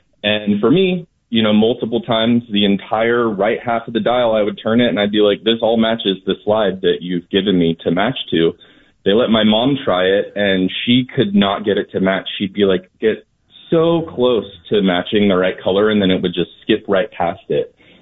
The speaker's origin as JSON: {"language": "English", "town": "Sacramento", "region": "California", "country": "United States", "tie": "born or raised there", "lives_now": "Oakland, United States", "said": "I grew up in Sacramento"}